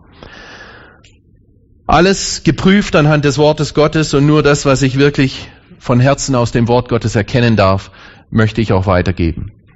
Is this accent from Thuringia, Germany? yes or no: yes; Thuringia, Germany; Ich komme aus dem Thüringer Wald. Wer schon mal im Thüringer Wald gewesen hier?